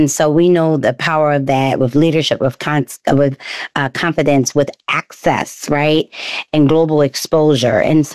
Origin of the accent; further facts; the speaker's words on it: Philadelphia, Pennsylvania, United States; what better place to have them on the stage than my hometown in Philly